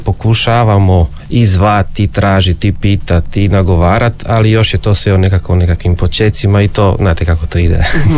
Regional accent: Pula, Istria County, Croatia; Zato što, kao što ste rekli, mi smo tu iz Pule, pretežito svi, imamo jednog Porečana isto.

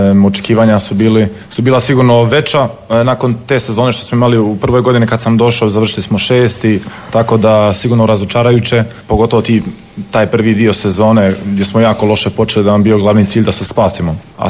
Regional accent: Germany; Ja sam odrastao u Njemačkoj, kod nas se kod kuće uvijek pričao hrvatski

